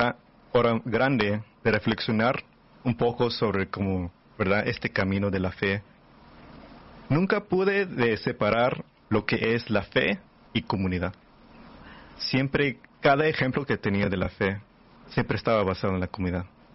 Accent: Mesa, Arizona, United States; Yo nací en Mesa, Arizona, que es una ciudad pequeña cerca de Phoenix, Arizona.

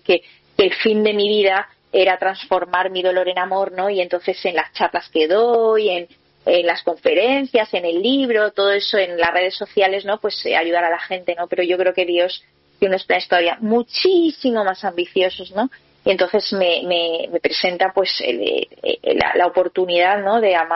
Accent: Valencia, Valencian Community, Spain; yo soy de Valencia

